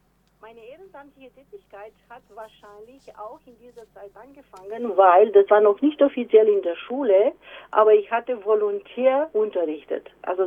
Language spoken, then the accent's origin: German; Transylvania, Romania; moved away as an adult; now in Germany; Also ich komme ursprünglich aus Siebenbürgen und lebe seit 30 Jahren in Deutschland.